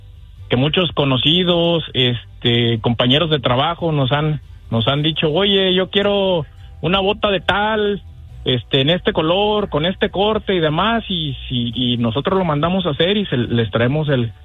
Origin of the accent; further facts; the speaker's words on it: Dolores Hidalgo, Guanajuato, Mexico; Comenzamos con que yo soy originario de Dolores Hidalgo, Guanajuato.